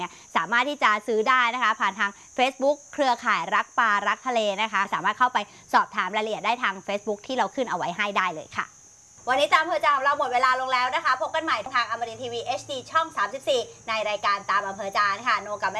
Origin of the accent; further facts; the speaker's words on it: Southern Thailand, Thailand; ไม่ได้เราเป็นคนใต้